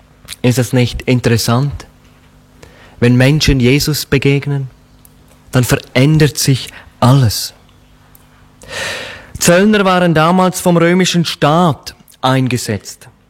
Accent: Switzerland; Ich komme ja aus der Schweiz, das hört man, glaube ich, in meiner Sprache.

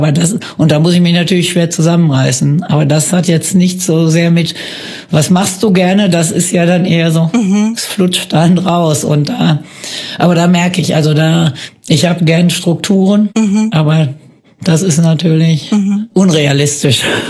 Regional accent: Germany; moved away as an adult; now in Cambodia; Als Deutsche

